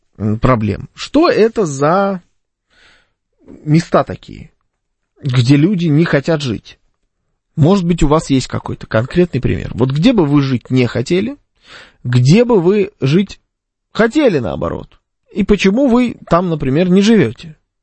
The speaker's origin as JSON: {"language": "Russian", "region": "Moscow", "country": "Russia", "accent": "Moscow"}